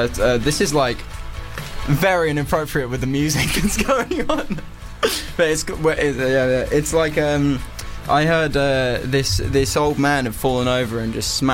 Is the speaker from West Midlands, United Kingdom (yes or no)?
no; Richmond, London, United Kingdom; In Richmond, in London.